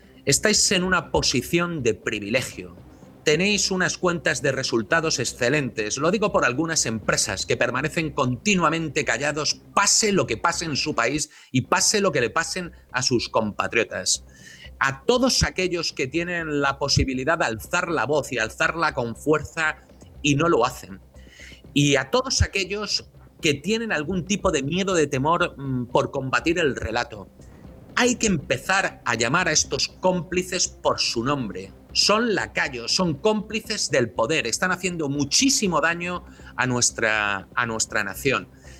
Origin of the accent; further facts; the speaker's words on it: Spain; somos muchísimos, muchísimos españoles